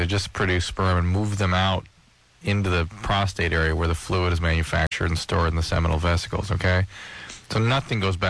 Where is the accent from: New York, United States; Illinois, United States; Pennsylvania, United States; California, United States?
California, United States; West Hollywood; I'm from West Hollywood.